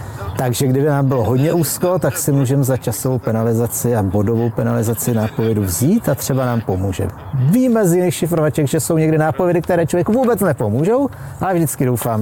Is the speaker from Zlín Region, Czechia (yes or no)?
yes; Halenkov, Zlín Region, Czechia; Marvin je z Nového Jičína, já jsem z Halenkova.